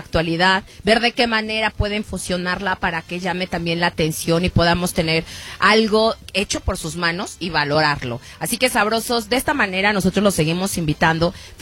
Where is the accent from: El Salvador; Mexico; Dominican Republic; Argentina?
Mexico; los mismos que somos mexicanos